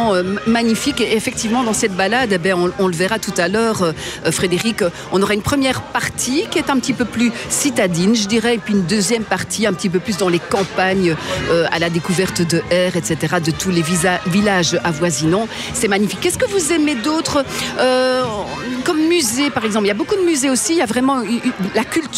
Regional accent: Ath, Wallonia, Belgium; born there; je suis née à Hatt, à quelques kilomètres, hein, une demi-heure d'ici. Pays, hein, c'est voilà, Wallonie-Picarde.

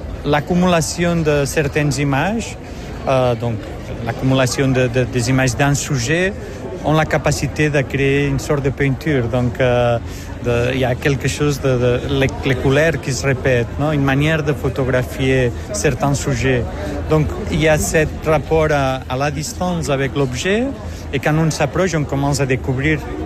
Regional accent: Manresa, Catalonia, Spain; French is a second language; moved away as an adult; now in Brussels, Belgium; artiste espagnol de Manresa, mais que j'habite à Bruxelles depuis des années déjà.

